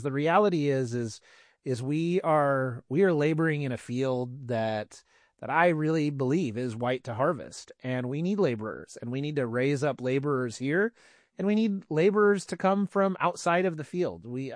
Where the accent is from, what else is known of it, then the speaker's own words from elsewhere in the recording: Hollister, California, United States; And then Hollister as well, my hometown.